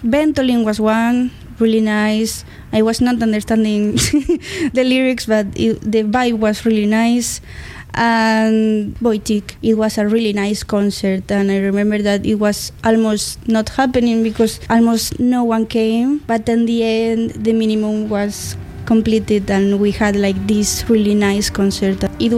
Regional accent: Spain; English is a second language; I'm from Spain too.

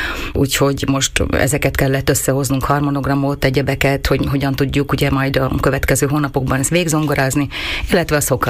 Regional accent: Krásnohorské Podhradie, Košice Region, Slovakia; also born or lived in Várhosszúrét (Kunova Teplica); Ugye hegyek, erdő között nőttem föl, és a gyerekkorom Krasznokán, illetve nagymamámmal Várhosszúréten töltöttük

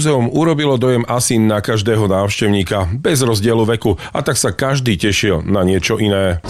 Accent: eastern Slovakia, Slovakia; nám východniarom

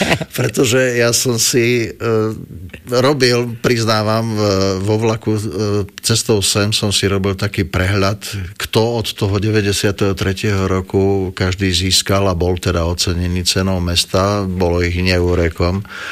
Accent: Košice, Košice Region, Slovakia; also born or lived in Bratislava; pretože naozaj odkedy už moji rodičia nežijú a teda svojím spôsobom nemám veľmi za kým chodiť dozvolená, tak som Košičan jednoducho.

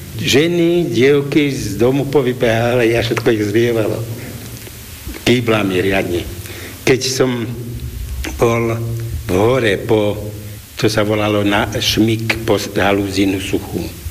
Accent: Vyšný Sliač, Žilina Region, Slovakia; Ja som z Vyšného Sliača, potvočík do dedinou tiekov, aj tečie však doteraz.

